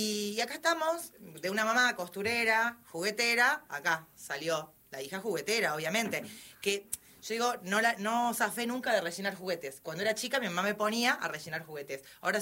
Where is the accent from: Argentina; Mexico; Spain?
Argentina; Monte Grande, Buenos Aires Province; moved away as an adult; now in Salta, Argentina; nací en Capital, pero soy re conurbano, sí, segundo cordón, sí, del conurbano, sí, de Monte Grande.